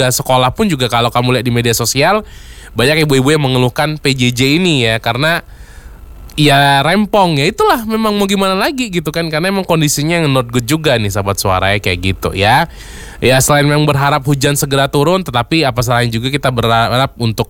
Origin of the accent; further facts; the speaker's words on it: Palembang, South Sumatra, Indonesia; kita-kita sebagai warga Palembang